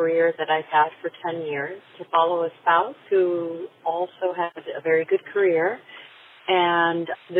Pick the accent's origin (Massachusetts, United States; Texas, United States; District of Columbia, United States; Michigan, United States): District of Columbia, United States; Washington; I'm from Washington, D.C.